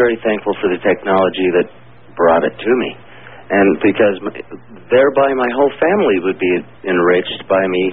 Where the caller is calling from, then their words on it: Los Lunas, New Mexico, United States; calling you from Las Lunas, New Mexico, listening on 77 KKOB.